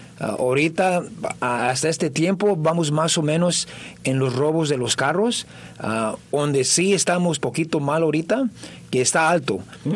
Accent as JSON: {"language": "Spanish", "town": "Oxnard", "region": "California", "country": "United States", "tie": "born or raised there", "said": "Yo crecí aquí en Oxnard y no pienso en irme"}